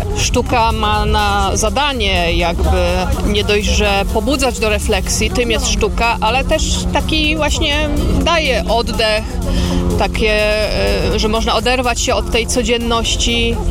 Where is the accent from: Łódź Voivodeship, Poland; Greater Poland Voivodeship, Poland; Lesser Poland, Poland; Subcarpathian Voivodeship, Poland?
Greater Poland Voivodeship, Poland; Gniezno; also born or lived in Zalasewo; Pochodzę z Podpoznania, dokładnie to z Zalasewa, to jest tuż pod Swarzędzem. No a ogólnie pochodzę z Gniezna, z pierwszej stolicy Polski, z którym się dość silnie identyfikuję, też tam działam. Ogólnie mówię, że jestem Wielkopolanką, bo moje serce należy do Wielkopolski.